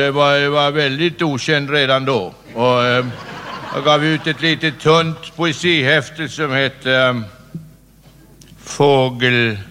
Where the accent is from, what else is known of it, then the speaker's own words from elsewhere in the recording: Skåne, Sweden; Den första jag skrev, den handlar om den skånska slätten. Jag kom ursprungligen från Skåne. Ska jag övergå till att tala skånska?